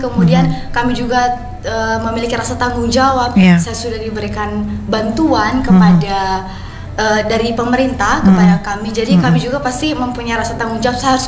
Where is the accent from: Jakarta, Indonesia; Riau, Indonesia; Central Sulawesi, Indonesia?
Central Sulawesi, Indonesia; Parigi Moutong; moved away; Dari Parigimotong